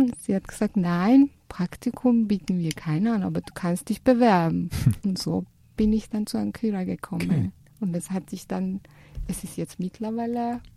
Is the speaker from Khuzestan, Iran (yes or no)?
no; Tehran, Tehran Province, Iran; German is a second language; moved away as an adult; now in Tyrol, Austria; Ja, geboren und aufgewachsen bin ich in Teheran, in Iran.